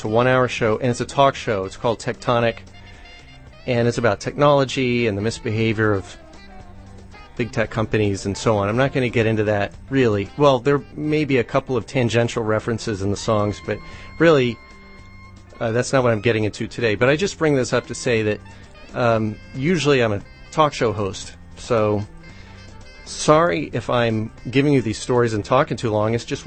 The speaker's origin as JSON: {"language": "English", "town": "New Orleans", "region": "Louisiana", "country": "United States", "tie": "born there", "moved": "yes", "said": "I lived several years growing up in New Orleans."}